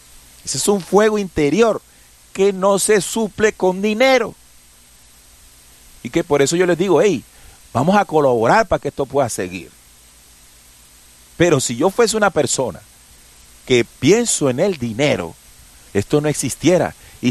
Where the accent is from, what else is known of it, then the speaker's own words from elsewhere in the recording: Colombia; Sí, pero es lo que necesitamos pagar como humanidad, como colombianos, para abrir nuestros ojitos.